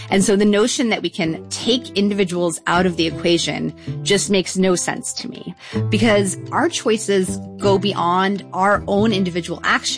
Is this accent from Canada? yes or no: yes; Canada